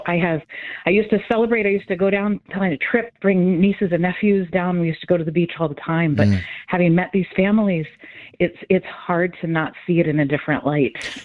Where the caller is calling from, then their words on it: Chicago, Illinois, United States